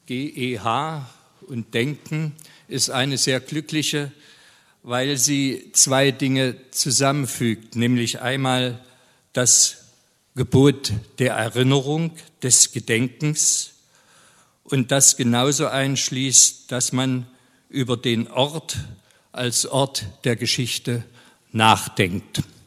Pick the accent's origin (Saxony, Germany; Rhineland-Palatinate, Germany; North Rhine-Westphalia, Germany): Saxony, Germany; Dresden; born there; now in Jena, Germany; bin gebürtiger Dresdner